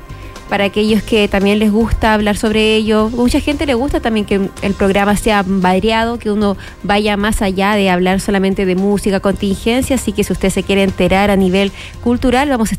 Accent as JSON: {"language": "Spanish", "country": "Chile", "said": "nos caracteriza también como chilenos"}